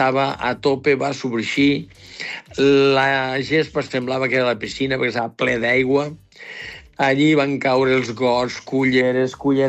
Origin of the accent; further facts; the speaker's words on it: Catalonia, Spain; Jo sóc del Baix Ebre, sóc allí del Delta i sempre ho he dit. Jo vinc de pagesos